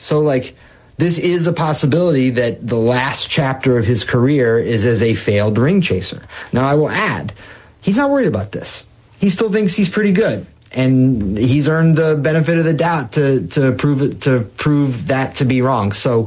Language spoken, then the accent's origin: English; Cleveland, Ohio, United States; We're both from the Cleveland area.